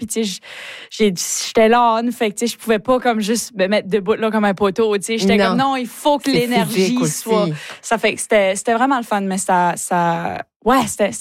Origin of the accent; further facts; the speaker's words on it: Chéticamp, Nova Scotia, Canada; Ouais, j'ai grandi à Chéticamp, comme t'as mentionné, tu sais, fait que j'ai grandi en faisant partie de la troupe du Conseil des arts de Chéticamp.